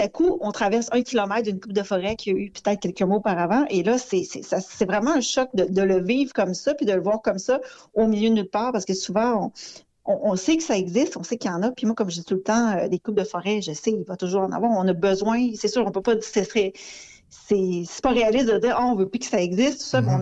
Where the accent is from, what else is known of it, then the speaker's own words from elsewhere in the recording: L'Ascension, Quebec, Canada; qu'il y a eu mon village natal à l'Ascension, il y a eu des pluies diluviennes.